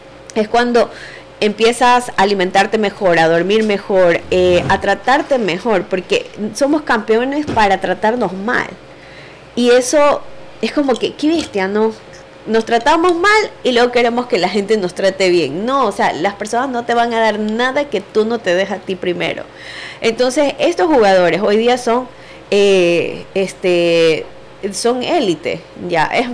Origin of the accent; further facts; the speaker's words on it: Ecuador; ¿de dónde eres? Yo, de Ecuador.